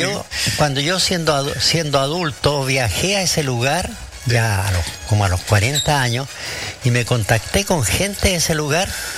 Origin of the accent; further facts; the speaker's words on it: Ercilla, Araucanía, Chile; born there; allá donde nací yo, en la Araucanía, en la comuna de Ercilla.